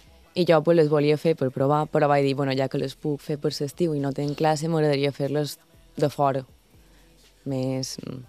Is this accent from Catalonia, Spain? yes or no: no; Palma, Balearic Islands, Spain; now in New York, United States; jo soc de Palma.